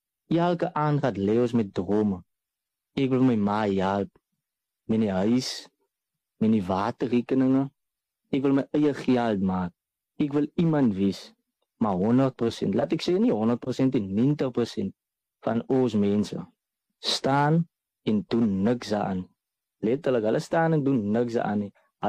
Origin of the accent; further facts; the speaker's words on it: Lamberts Bay, Western Cape, South Africa; die vis daar gevang raak en is wel ook bekend vir ons voeleiland en dan ons seafood restaurante. So ek is oorspronkelijk van Lammersbaai